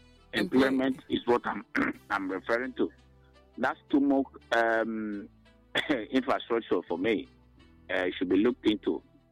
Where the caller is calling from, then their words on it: Enugu State, Nigeria; I'm calling from Obenimbo, Nozowani local government.